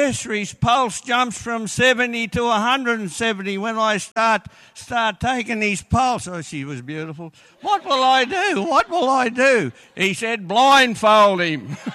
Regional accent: Mullumbimby, New South Wales, Australia; I come from Mullumbimby on northern New South Wales.

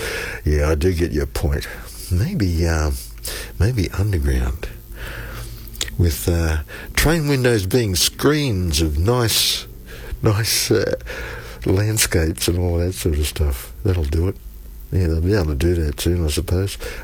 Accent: Sydney, New South Wales, Australia; I'm from Sydney, you see.

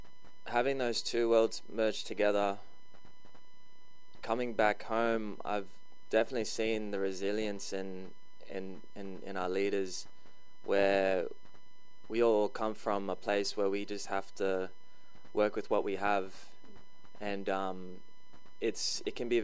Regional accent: Brisbane, Queensland, Australia; moved away as an adult; now in Thursday Island, Australia; yeah, I was born here in the Torres Straits and on Thursday Island, and I grew up a lot in Brisbane, but I would always maintain connection back up here and flying like every school holidays, and then I decided to move back properly 2 years ago

